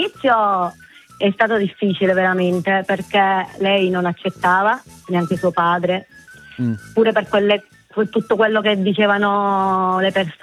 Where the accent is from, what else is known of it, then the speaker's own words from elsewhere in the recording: Sicily, Italy; born there; moved away; also born or lived in Venezuela; io sono originaria della Sicilia, però abitavo al Venezuela fino al 2018. Sono stata in Venezuela, poi sono ritornata al mio paese d'origine